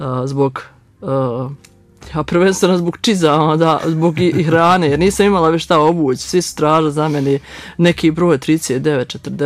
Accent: Vitkovići, Federation of Bosnia and Herzegovina, Bosnia & Herzegovina; ja sam iz Vitkovića

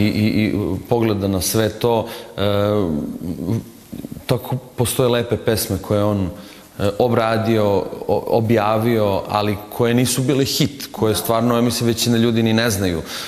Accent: Germany; nego sam odrastao u Nemačkoj gdje niko ne zna ko je Luis, ima par naših ljudi ono u školi

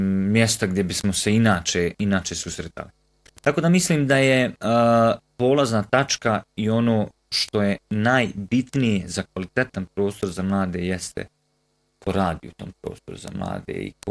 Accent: Republika Srpska, Bosnia & Herzegovina; Mislim, i sama znaš, mi dolazimo iz mjesta, iz Semberije.

